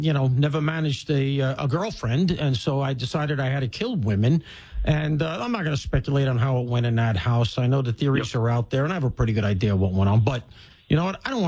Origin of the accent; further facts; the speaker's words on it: Brooklyn, New York, United States; I was born in Flatbush, spent a lot of my childhood in Brooklyn